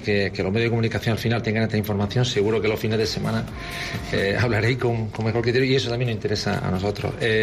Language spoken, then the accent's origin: Spanish; Almería, Andalusia, Spain; Añado que estoy en mi tierra, con conocidos de cara de periodistas que he tenido la suerte de conocer cuando he sido árbitro muchos años.